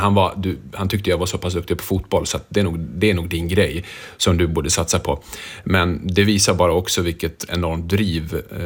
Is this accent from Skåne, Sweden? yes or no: no; Rättvik, Dalarna County, Sweden; also born or lived in Yugoslavia; Jag tror geografiskt så växte jag upp perfekt mellan orterna Mora och Leksand, så det var ofrånkomligt att inte komma i kontakt med ishockeyn.